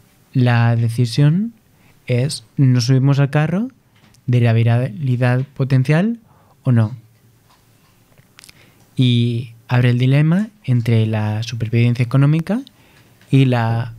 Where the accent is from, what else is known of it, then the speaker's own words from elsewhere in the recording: Brazil; Spanish is a second language; Yo es que vengo de Brasil y en Brasil carne es lo que llamamos a la carne de vaca, la ternera.